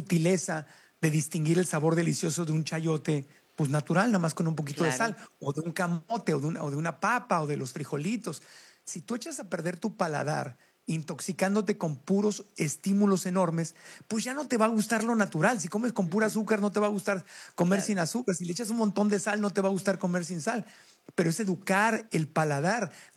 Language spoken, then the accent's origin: Spanish; Tijuana, Baja California, Mexico; born there; also born or lived in Mexico City; cuando estaba chiquito, crecí en Tijuana, y parte en Tijuana y parte en Ciudad de México. Y me acuerdo en ambos casos que ahí por Coyoacán, donde vivíamos con mi mamá